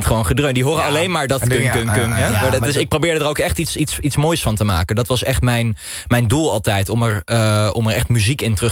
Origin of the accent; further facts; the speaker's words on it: Castricum, North Holland, Netherlands; Dus ik kom uit Castricum. En Castricum is in de jaren 60 eigenlijk meteen geseculariseerd.